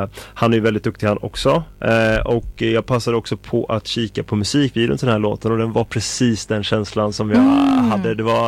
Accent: Sweden; cloud rap är väl någonting som jag har märkt att man kan vara ganska stolt över som svensk

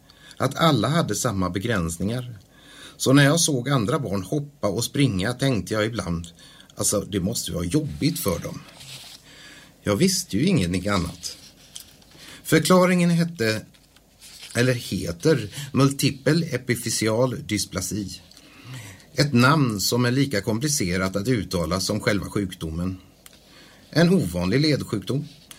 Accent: Varberg, Halland County, Sweden; also born or lived in Hisingen, Gothenburg; now in Falköping, Sweden; Som ni hör så kommer jag inte från Falköping. Jag föddes på Hisingen men växte upp i Daxås i Varbergs kommun. Jag hade en bokskog och en damm som lekplats.

